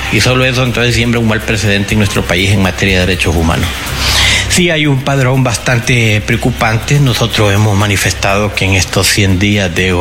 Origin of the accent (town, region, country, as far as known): Honduras